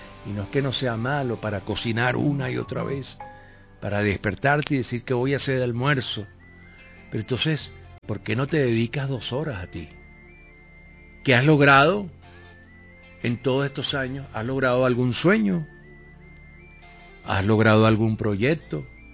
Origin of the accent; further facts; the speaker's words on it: Venezuela; born there; Nacimos en el mejor país del mundo. No existe un país como Venezuela.